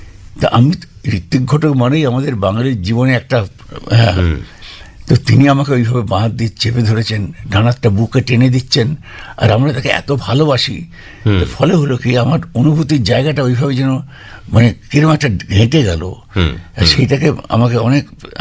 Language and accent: Bangla; Beleghata, West Bengal, India; born there; তো আমার জন্ম হয়েছিল বেলেঘাটায়, বাপের বাড়ি ছিল যশোরে গোপের ঘাটে।